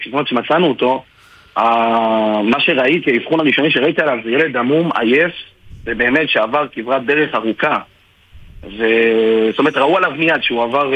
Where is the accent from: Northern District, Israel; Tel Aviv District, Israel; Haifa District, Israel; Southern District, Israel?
Southern District, Israel; Ashdod; אני מאשדוד.